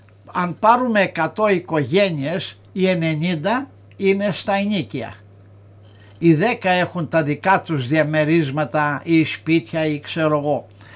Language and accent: Greek; Greece; moved away as an adult; με τις δικές μου σκέψεις που ήρθα από την Ελλάδα μεγαλωμένος